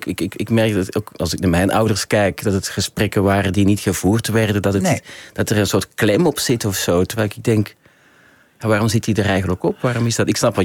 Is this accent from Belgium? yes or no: yes; Belgium; born there; moved away as an adult; also born or lived in Amsterdam; Nee, ik was 19. Ik kwam van een boerengehucht uit België. Ik kwam in Amsterdam terecht. Ik ging hier studeren, in Nederland.